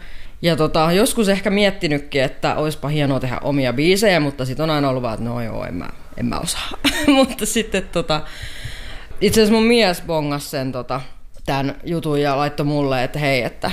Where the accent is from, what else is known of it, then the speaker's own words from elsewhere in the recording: Parola, Tavastia Proper, Finland; now in Menkijärvi, Finland; Mä oon lähtöisin Parolasta, Kanta-Hämeestä.